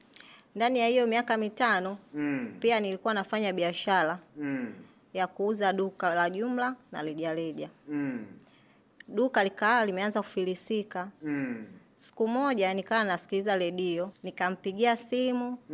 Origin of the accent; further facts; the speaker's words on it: Tanga Region, Tanzania; Nimetokea mkoa wa Tanga.